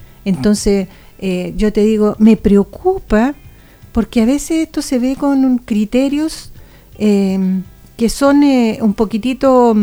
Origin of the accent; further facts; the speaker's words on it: Chile; somos todos chilenos